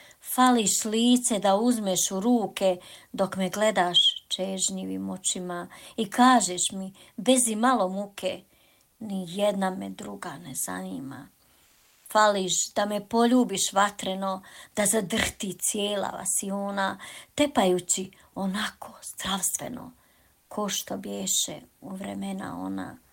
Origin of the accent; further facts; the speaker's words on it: Županja, Vukovar-Syrmia County, Croatia; also born or lived in Domaljevac, Bosnia and Herzegovina / Matići near Orašje, Bosnia and Herzegovina; now in Germany; rođena sam u Domaljevcu, Bosna i Hercegovina, odrasla u Županji, udata u Matiće kod Oraša, živim i radim u Njemačkoj